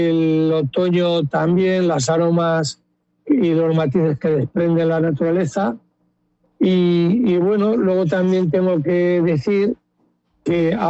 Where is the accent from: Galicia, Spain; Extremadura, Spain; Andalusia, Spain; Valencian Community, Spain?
Galicia, Spain; Ourense; born there; yo nací en Orense